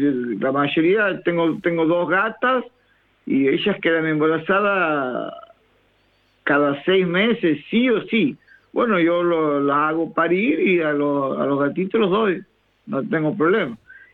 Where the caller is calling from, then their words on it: Argentina; somos argentinos